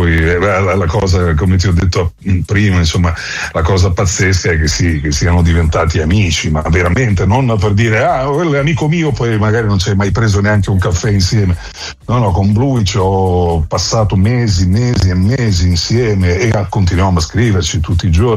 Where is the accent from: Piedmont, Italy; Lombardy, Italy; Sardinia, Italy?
Lombardy, Italy; Milan; Io vengo dalla periferia di Milano